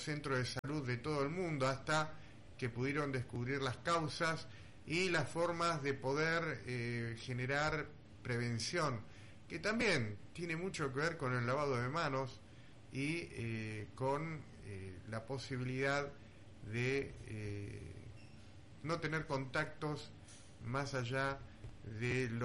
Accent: Argentina; nosotros argentinos estamos acostumbrados a abrazarnos, a besarnos

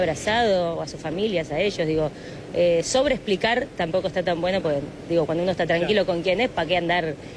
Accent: Argentina; ¿Cómo es la historia argentina? Lo sabemos todos los argentinos, justamente

